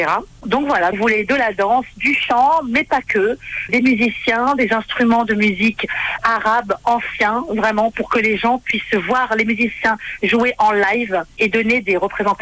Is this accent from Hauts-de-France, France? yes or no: no; Lyon, Auvergne-Rhône-Alpes, France; en région lyonnaise, parce que moi je suis de Lyon, je suis lyonnaise.